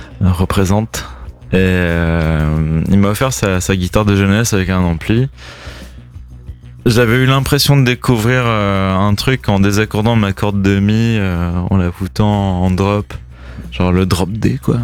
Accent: Lorient, Brittany, France; Parce que je suis de Lorient et il y a la côte et tout ça.

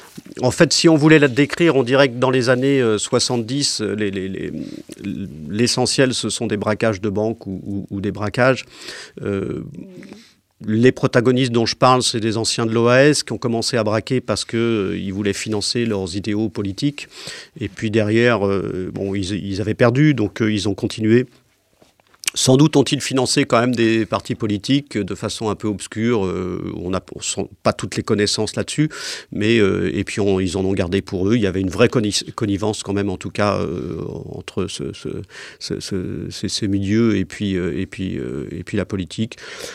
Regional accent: Saint-Herblain, Pays de la Loire, France; moved away; also born or lived in Nantes; moi, je suis né à Saint-Herblain. Enfin, je suis né à Nantes, mais j'ai vécu à Saint-Herblain. J'étais à Camus, donc j'ai vécu ma jeunesse dans l'environnement de Bellevue.

